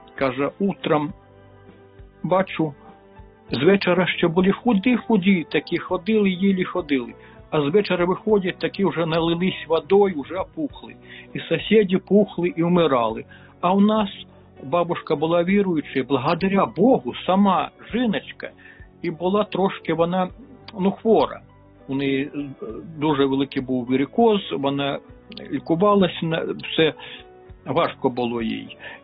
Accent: Ivot, Sumy Oblast, Ukraine; Народився я в Сумській області, Шостинський район, село Івот є таке.

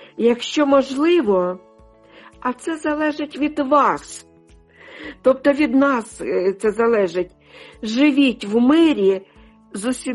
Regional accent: Sumy Oblast, Ukraine; now in Denmark; з далекої Данії. Передаю вітаннячко на мою рідну Україну, на мою рідну Сумщину.

